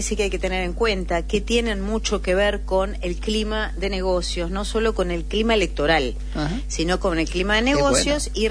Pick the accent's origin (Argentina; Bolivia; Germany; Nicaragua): Argentina; somos los argentinos.